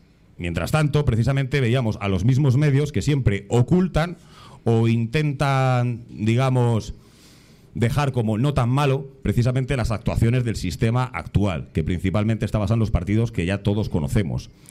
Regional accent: Spain

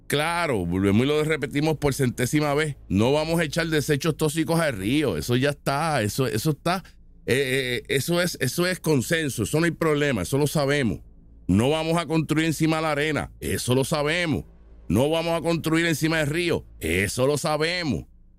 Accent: Puerto Rico

